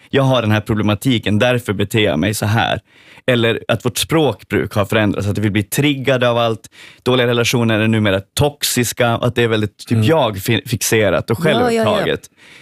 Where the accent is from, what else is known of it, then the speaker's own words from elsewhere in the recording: Sweden; now in Finland; mitt hemland Sverige